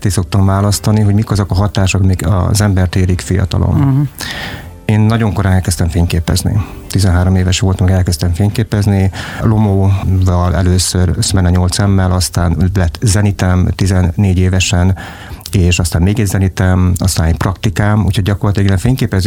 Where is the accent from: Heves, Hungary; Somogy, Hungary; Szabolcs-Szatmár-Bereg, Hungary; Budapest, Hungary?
Szabolcs-Szatmár-Bereg, Hungary; Ajak; Magyarul egy vizuális kultúrával átitatott népi hagyományrendszerben nőttem föl vidéken, Ajakon, ez Kisvárda mellett egy falu, akkor a falu volt, most kisváros.